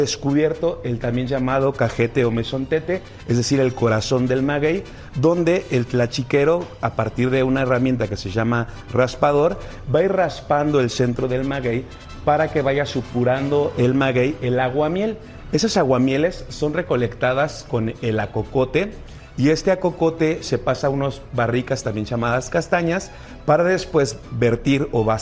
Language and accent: Spanish; Mexico; que sepan cómo se produce el pulque y que es una bebida artesanal que nos da identidad y pertenencia como mexicanos.